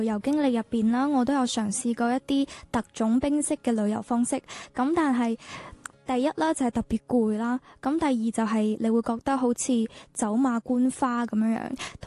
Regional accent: Guangzhou, Guangdong, China; 我是来自广州的。

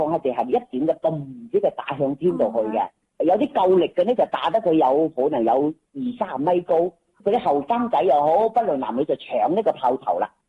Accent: Yangchun, Guangdong, China; now in Shenzhen, China; 我家乡系阳江阳春人。

